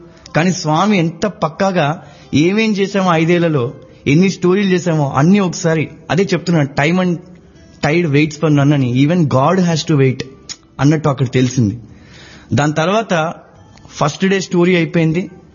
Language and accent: Telugu; Telugu states, India; తెలుగు వాళ్ళం